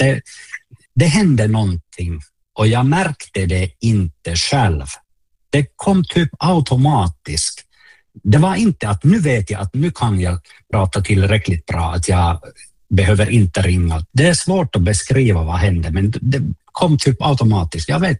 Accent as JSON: {"language": "Swedish", "town": "Oulu", "region": "North Ostrobothnia", "country": "Finland", "second_language": "Swedish", "lives_now": "Sweden", "said": "Att jag sa direkt att hej, att jag är från Uleåborg. Som ni hör, så jag kan inte prata svenska ordentligt, men jag håller på att lära mig."}